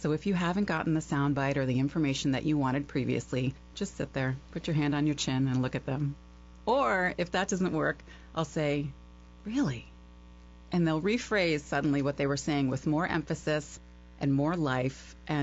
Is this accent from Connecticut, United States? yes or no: yes; Stamford, Connecticut, United States; My mom still lives in the house I grew up in Stamford, Connecticut. And I went to school next door in New Canaan until I was in eighth grade.